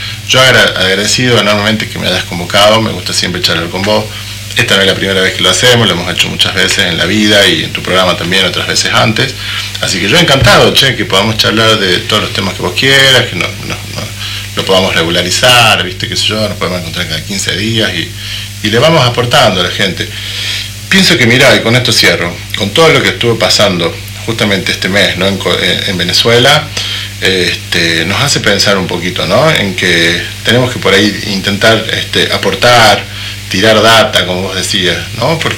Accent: Tucumán, Argentina; Claro, mi característica es tucumana, qué sé yo. Bueno, soy mitad tucumano, es así, eso también entra.

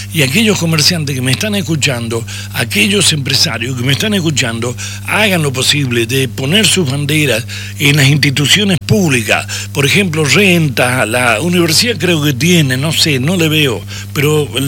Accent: Argentina; nosotros somos argentinos

